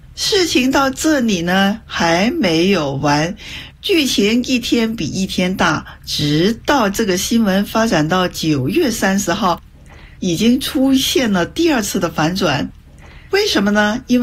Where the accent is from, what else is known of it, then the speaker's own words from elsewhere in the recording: Guangdong, China; 现在连我一个广东人我也知道，哎，原来成都最出名的是桃酥。